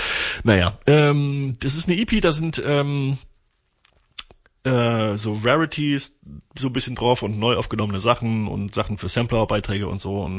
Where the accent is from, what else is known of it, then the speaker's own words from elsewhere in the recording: Torgau, Saxony, Germany; moved away; ich komme aus Torgau, das ist meine Heimatstadt. Meine Mutter wohnt nicht weit weg vom Festivalgelände.